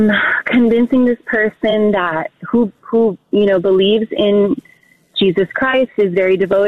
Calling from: Premont, Texas, United States; So, hi, Father Sam. … I'm from Premont, Sister Maria Merciful Love's best friend.

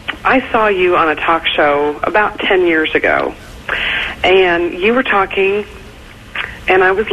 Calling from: Indiana, United States; I'm calling from Indiana.

